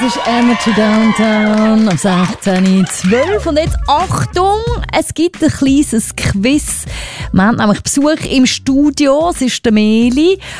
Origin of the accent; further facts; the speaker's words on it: Zurich, Switzerland; Also da kann ich als Zürcherin auch gerade einpacken.